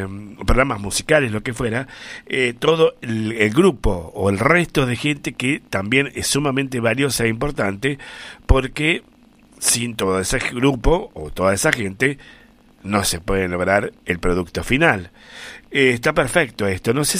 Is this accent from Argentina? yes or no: yes; Argentina; como somos los argentinos, ¿no es cierto?